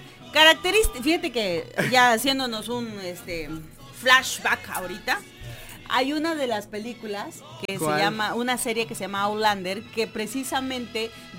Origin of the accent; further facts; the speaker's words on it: Mexico; buenos mexicanos